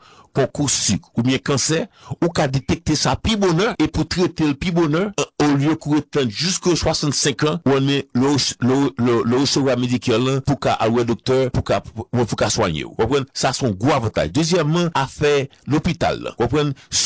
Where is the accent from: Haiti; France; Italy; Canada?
Haiti; now in United States; Ici aux États-Unis. On est haïtien, moi-même